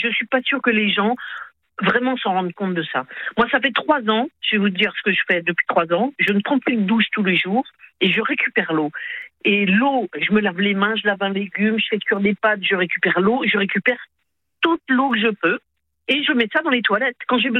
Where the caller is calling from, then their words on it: Brest, Brittany, France; J'habite à Brest, dans le Finistère.